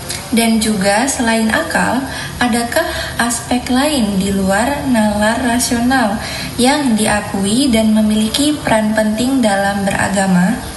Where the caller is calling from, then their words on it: Depok, West Java, Indonesia; Saya berasal dari kota Depok.